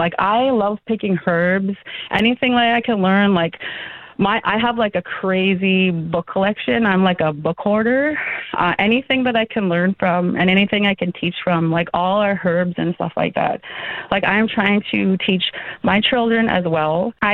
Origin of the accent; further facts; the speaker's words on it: Frog Lake First Nation, Alberta, Canada; So I grew up without the internet. So I was a tomboy. My parents raised us traditionally. So we went to ceremonies.